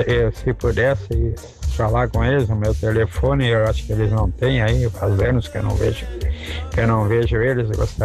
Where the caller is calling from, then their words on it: Porto Alegre, Rio Grande do Sul, Brazil; Eu sou aqui de Porto Alegre